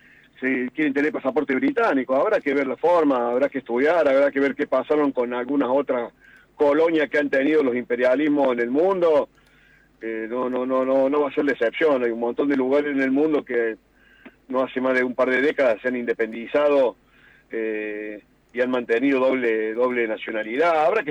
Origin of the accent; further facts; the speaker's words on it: Argentina; Nosotros por ahí no le hemos dado bola, porque por ahí somos los argentinos bastante.